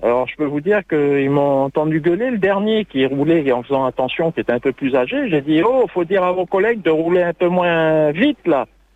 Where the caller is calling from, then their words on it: Nouméa, South Province, New Caledonia; Voilà, j'appelle là. Je suis à la baie des Citrons.